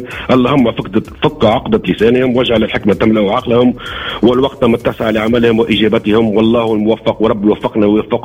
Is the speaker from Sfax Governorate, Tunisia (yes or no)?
yes; Sfax Governorate, Tunisia